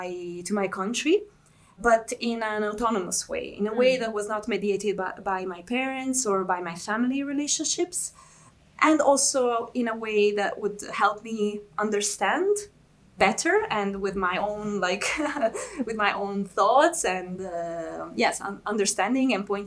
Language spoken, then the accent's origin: English; Italy; English is a second language; Although I grew up in Italy, I went to school in Italy, I learned a good Italian. Actually, I speak better Italian than I speak my language, Bosnian, Serbian, Croatian, whatever we want to call it.